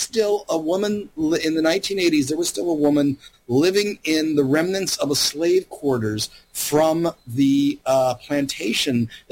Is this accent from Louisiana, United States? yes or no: yes; Louisiana, United States; And I grew up mostly in Louisiana.